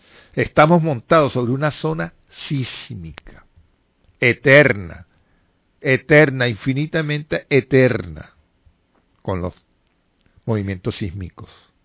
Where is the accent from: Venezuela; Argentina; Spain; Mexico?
Venezuela